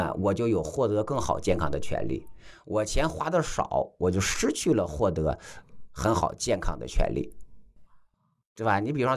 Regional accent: China; 我们中国人有没有自己的医生啊？

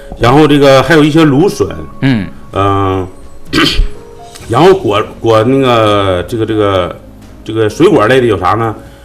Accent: Northeast China, China; now in Xinjiang, China; 对，我老家是东北的，我们已经过来20多年了。

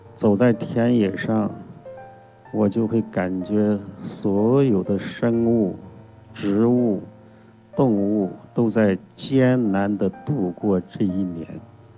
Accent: Xinjiang, China; 我小时候生活在新疆北疆沙漠边戈壁上的一个小小村庄，就是一个人村庄中所写的那个叫黄沙娘的村庄。

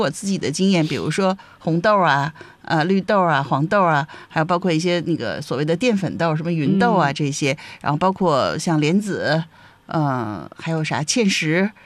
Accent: northern China, China; 因为我作为一个北方人哈、啊，我是比较喜欢生着吃菜的

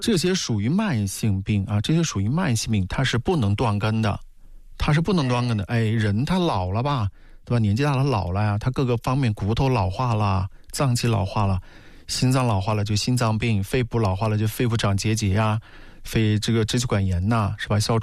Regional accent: China

